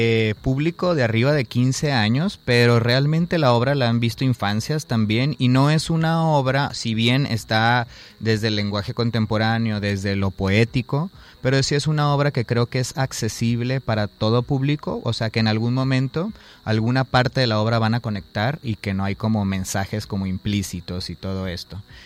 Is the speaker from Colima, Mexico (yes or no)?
yes; Colima, Mexico; moved away; porque Colima siempre es parte muy importante para mí cuando hablo de migración, porque si de algún lugar me fui, fue de Colima, ¿no?